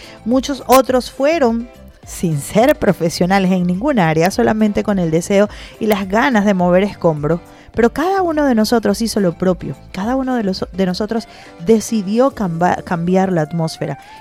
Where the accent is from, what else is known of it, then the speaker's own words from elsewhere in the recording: Venezuela; como venezolanos decidimos cambiar esa atmósfera, como venezolanos decidimos salir